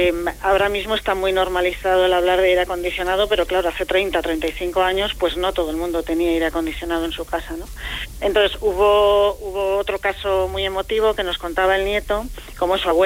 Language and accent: Spanish; Madrid, Community of Madrid, Spain; accent: castizo; igual me notas el acento un poco castizo porque soy de Madrid, soy de Madrid-Chamberí. O sea que madrileño.